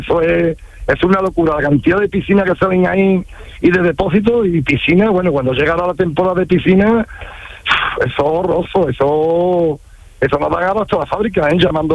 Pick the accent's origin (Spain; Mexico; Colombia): Spain; Casariche, Andalusia; date cuenta que en mi pueblo Casariche, en Charo, hay por haber 40 empresas de poliéster. Un pueblo de 5.500 habitantes.